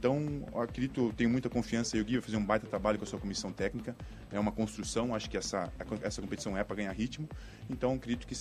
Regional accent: Joinville, Santa Catarina, Brazil

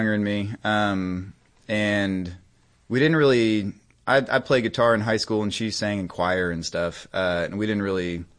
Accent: Texas, United States; also born or lived in Nashville; now in Chattanooga, United States; I'm not from Chattanooga. I've been in Chattanooga for about 8 years now. … from Texas originally. Spent some time in Nashville.

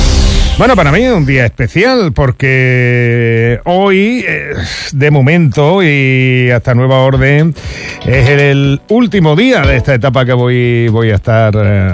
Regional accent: Almonte, Andalusia, Spain; born there; a las cosas de mi pueblo

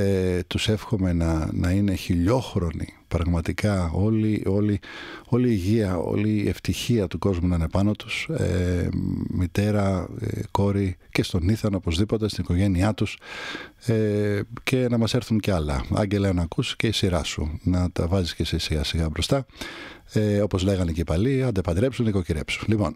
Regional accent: Kaminia, Attica, Greece; δίπλα ακριβώς από εκεί που μεγάλωσα εγώ στα Καμίνια.

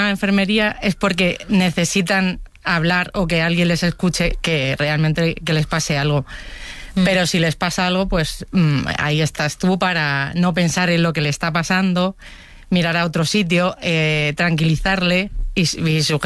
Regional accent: Madrid, Community of Madrid, Spain; Y porque soy de Madrid.

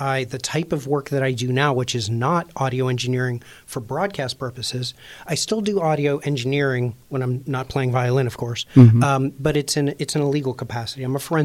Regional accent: Pittsburgh, Pennsylvania, United States; I grew up in Greenfield.

